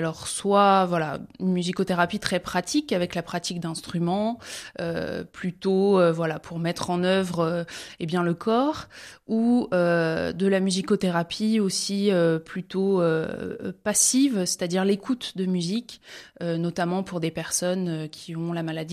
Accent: Kédange-sur-Canner, Grand Est, France; Alors oui, je suis originaire de Moselle. De Quédange-sur-Canner, plus exactement.

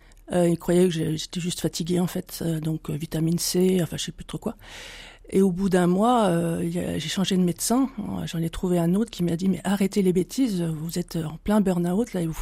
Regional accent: Besançon, Bourgogne-Franche-Comté, France; moved away; also born or lived in Nièvre; Je suis originaire de Besançon.

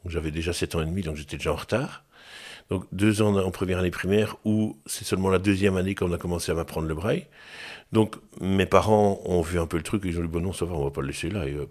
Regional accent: Charleroi, Wallonia, Belgium; also born or lived in Gosselies / Braine-le-Comte; now in Marcinelle, Belgium; Je suis né à Gosselies. Et donc, j'ai vécu à Jumet pendant une bonne vingtaine d'années. Puis, je suis arrivé à Marcinelle. Puis, j'ai déménagé pour la Brenne-le-Comte. Et puis, je suis revenu à Marcinelle.

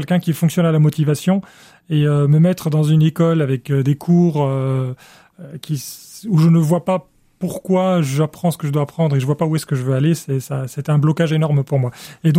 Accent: Egypt; Alors, ce qui s'est passé, c'est que j'ai grandi en Égypte et j'ai eu une scolarité qui a été un peu compliquée, enfin même plus que ça.

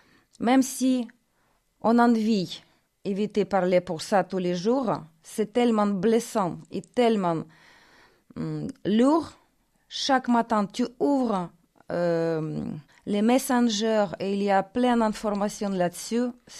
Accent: Ukraine; accent: Russian; French is a second language; now in France; il dit que j'ai l'accent russe. Voilà, on tous parle russe, mais maintenant on parle ukrainien.

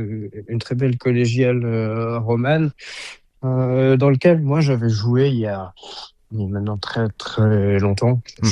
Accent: Grand Est, France; le festival du Saulnois, qui est bah, pour moi ma région natale.

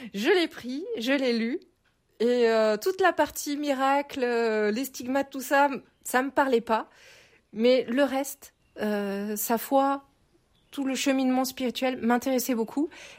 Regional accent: Valence, Auvergne-Rhône-Alpes, France; born there; now in Nevers, France; Je suis née à Valence, dans la Drôme. Mmh. Voilà, je suis venue ici, à Nevers, en tant que missionnaire laïque.

